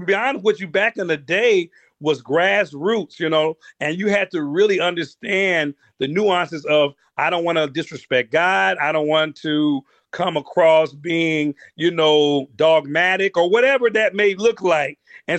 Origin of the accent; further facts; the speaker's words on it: Oakland, California, United States; Now, I grew up in Oakland and my daddy's a preacher.